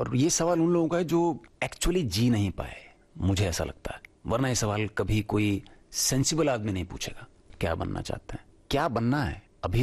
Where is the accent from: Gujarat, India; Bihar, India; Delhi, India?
Delhi, India; मैं दिल्ली में पैदा हुआ, पला बड़ा